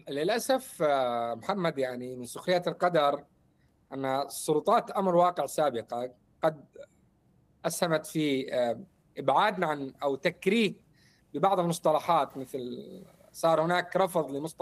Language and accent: Arabic; Al-Hasakah Governorate, Syria; من الحسكة